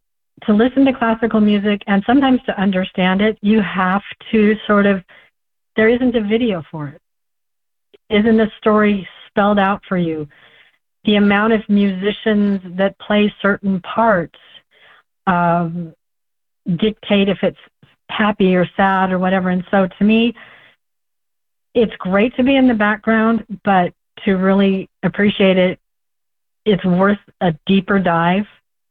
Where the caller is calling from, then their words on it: Portland, Oregon, United States; I am from Portland, Oregon